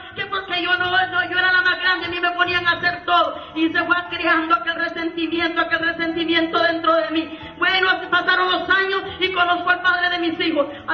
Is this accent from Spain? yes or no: no; El Salvador; moved away as an adult; Aleluya, soy del Salvador, bendito sea su nombre para siempre, aleluya. Y me crié allá por una isla y de allá tuve que dejar a mis hijos.